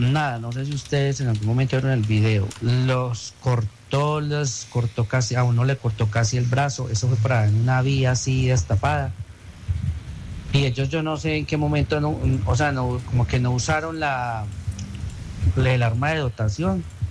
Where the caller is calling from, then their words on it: Pereira, Risaralda, Colombia; … de Pereira, las estoy viendo por TikTok también.